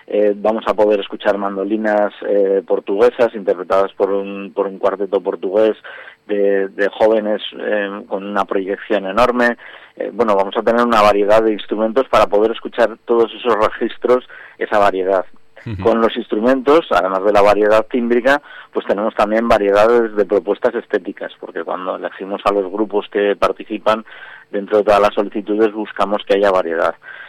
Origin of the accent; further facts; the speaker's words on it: Spain; Nosotros en España, la bandurria es nuestro instrumento estrella y con el que nos identificamos